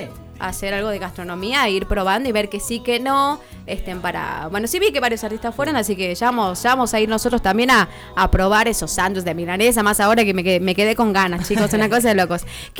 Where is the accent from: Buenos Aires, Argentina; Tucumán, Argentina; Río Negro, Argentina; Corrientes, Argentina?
Tucumán, Argentina; Realmente nos representa como tucumanos.